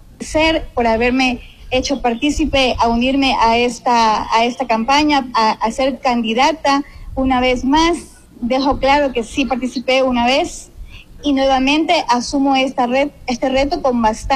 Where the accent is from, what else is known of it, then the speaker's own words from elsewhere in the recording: La Troncal, Cañar, Ecuador; mi pueblo, La Troncal